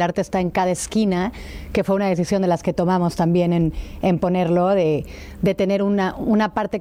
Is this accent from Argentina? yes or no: no; Mexico